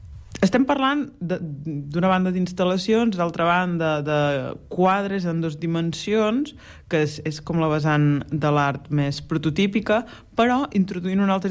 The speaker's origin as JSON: {"language": "Catalan", "town": "Blancafort", "region": "Catalonia", "country": "Spain", "tie": "born or raised there", "said": "tu ja saps que jo soc de Blancafort"}